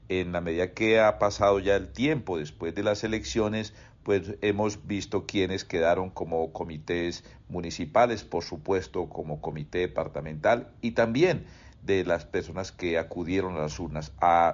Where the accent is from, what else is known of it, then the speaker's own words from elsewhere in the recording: Santander, Colombia; lo que debemos hacer nosotros como cafeteros colombianos y santandereanos, y ahí en Mogotes, con más razones